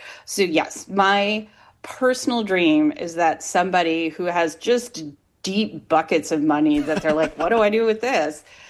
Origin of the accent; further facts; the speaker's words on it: Grand Rapids, Michigan, United States; growing up in Grand Rapids, going to the gas station, getting a salted nut roll, and the two of us sharing that experience